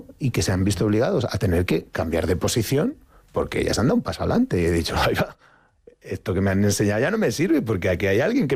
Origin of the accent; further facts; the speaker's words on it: Getafe, Community of Madrid, Spain; yo y vivo en Getafe, en la casa en la que nací, con lo cual yo soy reivindico Getafe por un montón de razones.